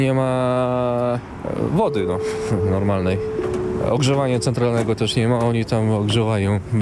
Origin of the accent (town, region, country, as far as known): Mongolia